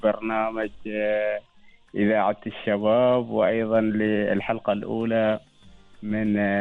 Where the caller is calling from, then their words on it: Al-Musanaah, South Al Batinah, Oman; أكلمك من ولايتي، ولاية المصنعة، منطقتي، منطقة شرس الهدابة.